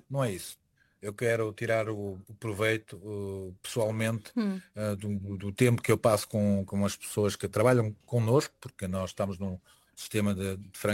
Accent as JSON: {"language": "Portuguese", "town": "César", "region": "Aveiro", "country": "Portugal", "tie": "born or raised there", "said": "era de abrir um Lusitália lá na minha terra, que chama-se a capital. Nós chamamos a capital, mas se chama César mesmo."}